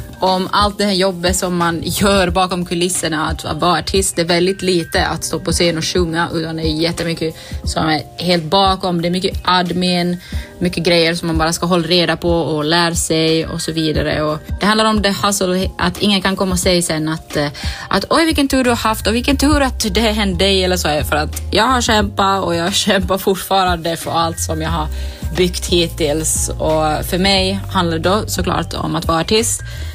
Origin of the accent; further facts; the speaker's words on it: Kaskinen, Ostrobothnia, Finland; now in Stockholm, Sweden; och jag är en finlandssvensk artist från Kaskö i södra Österbotten och nu för tiden bor jag i Stockholm.